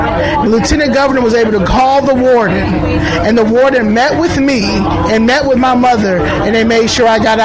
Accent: New York, United States; now in Chicago, United States; This is my mother's hometown. I'm from New York.

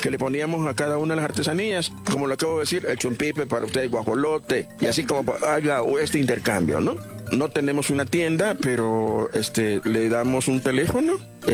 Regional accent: El Salvador; soy artesano salvadoreño.

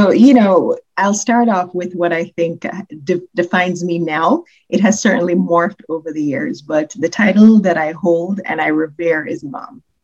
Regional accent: May Pen, Clarendon, Jamaica; moved away as an adult; now in United States; I'm from the rural area of Jamaica, Maypin, Clarendon. Oh, wow. And I grew up there for most of my life, matriculating onto high school at Glenmere High School in Maypin.

